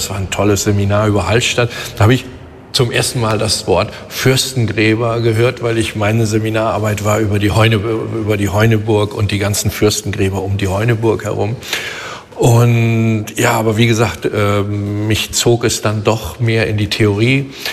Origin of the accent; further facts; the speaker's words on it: Catalonia, Spain; Ich war ja an der deutschen Schule, ich bin ja in Katalonien aufgewachsen, aber dann deutsche Schule Madrid habe ich das deutsche Abitur machen können.